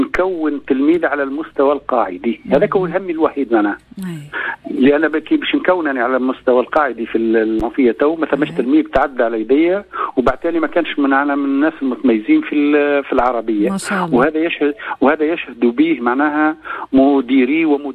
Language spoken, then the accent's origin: Arabic; Mareth, Gabès Governorate, Tunisia; moved away as an adult; also born or lived in Gafsa / Sousse; من ولاية جابس. طبعا تابعة لولاية جابس. دراستي الابتدائية كانت في المنطقة متاعي زرق البرانية. ثم من بعد انتقلت للمعهد الثانوي في مارس.